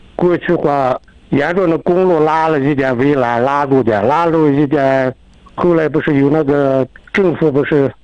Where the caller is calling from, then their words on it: Bayanhot, Inner Mongolia, China; 阿拉善祖旗巴彦浩特镇，我是越境嘎查牧民